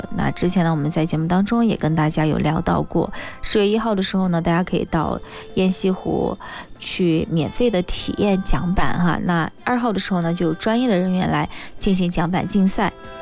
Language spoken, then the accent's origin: Chinese; China